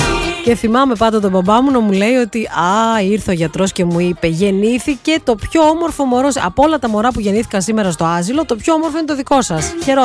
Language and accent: Greek; Thessaloniki, Central Macedonia, Greece; born there; Σαν σήμερα πριν από 50 χρόνια γεννήθηκα κάπου στη Θεσσαλονίκη. Νομίζω γεννήθηκα στο άσυλο του παιδιού τότε. Ναι, είμαι του ασύλου.